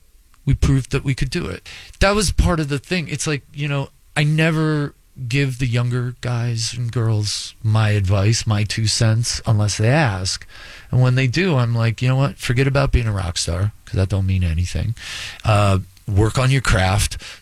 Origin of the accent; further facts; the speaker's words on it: Buffalo, New York, United States; So I want to go back because I connect with those people because I'm from Buffalo.